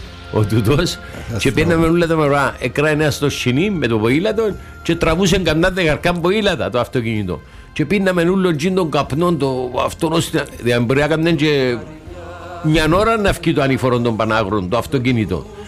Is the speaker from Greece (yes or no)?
no; Klirou, Nicosia District, Cyprus; born there; εγώ γεννήθηκα στην Κλήρου